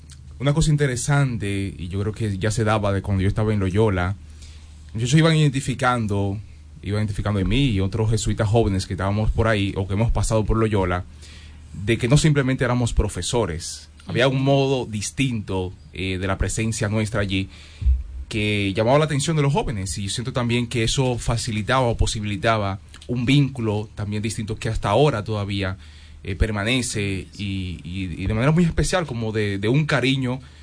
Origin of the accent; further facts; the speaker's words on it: Dajabón, Dominican Republic; Yo soy hijo de Dajabón.